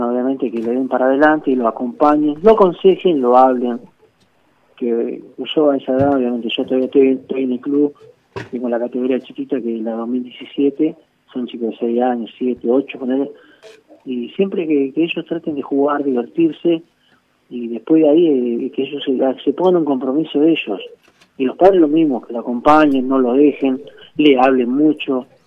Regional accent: Argentina

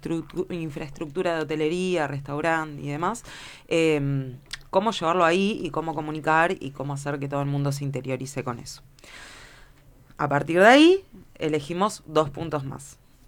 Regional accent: Rivera, Buenos Aires Province, Argentina; un día estábamos en Rivera, que es mi pueblo

